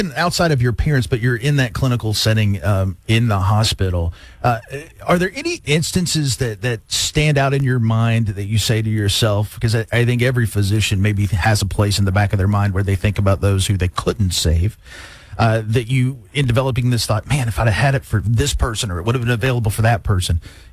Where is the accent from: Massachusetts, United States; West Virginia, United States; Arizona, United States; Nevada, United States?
West Virginia, United States; Boone County; like myself, you're a Boone County native.